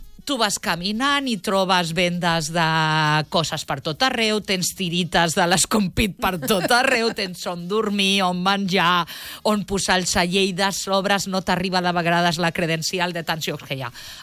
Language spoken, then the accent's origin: Catalan; Touro, Galicia, Spain; also born or lived in Barcelona; al meu poble, jo soc de Touro, bueno, jo soc nascuda a la Vall d'Hebron de Barcelona, però quan vaig a Galícia vaig a Touro, que està al costat de Santiago